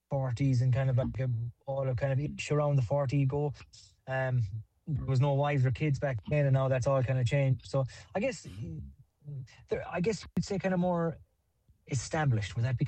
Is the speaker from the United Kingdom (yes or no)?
no; Ennis, Munster, Ireland; Socks started 17 years ago back in my hometown of Ennis, County Clare.